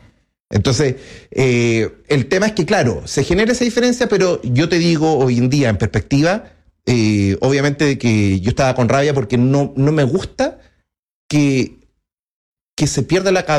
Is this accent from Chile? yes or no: yes; Antofagasta, Chile; me crié en el San Luis, Antofagasta, Colegio de Hombres.